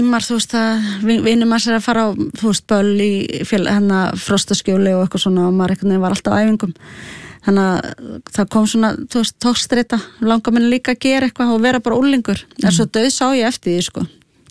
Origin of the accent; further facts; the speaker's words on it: Reykjavík, Capital Region, Iceland; also born or lived in Sweden; ég fæddist í Reykjavík og svo alinn upp í, hérna, í Svíþjóð frá 2 til 6 ára.